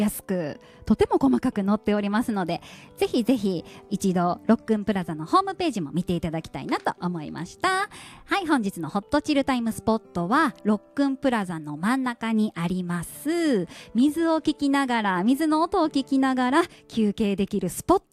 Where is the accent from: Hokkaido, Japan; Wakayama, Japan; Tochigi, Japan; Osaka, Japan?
Osaka, Japan; 私は大阪出身なので、